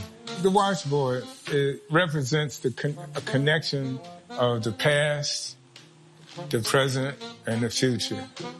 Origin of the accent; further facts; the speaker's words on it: Petersburg, Virginia, United States; born there; I was born in Petersburg, Virginia. I was born in 43, so that was prime time segregation.